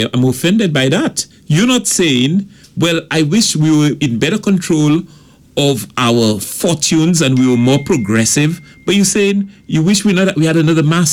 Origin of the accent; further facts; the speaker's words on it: Gros Islet, St. Lucia; I'm from Grosile, the heart of Grosile, not outside Grosile, the heart of Grosile. And everybody I knew in Grosile had land. Every family I knew in Grosile had, it's true.